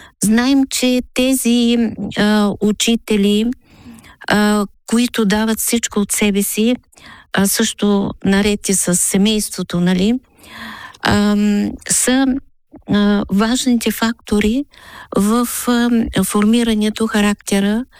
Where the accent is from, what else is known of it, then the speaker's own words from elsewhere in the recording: Burgas, Burgas Province, Bulgaria; съм от Бургас. Живея в Бургас.